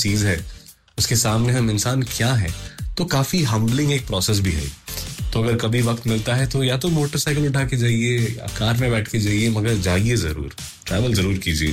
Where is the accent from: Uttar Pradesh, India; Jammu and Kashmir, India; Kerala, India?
Kerala, India; Thiruvananthapuram; born or raised there; moved away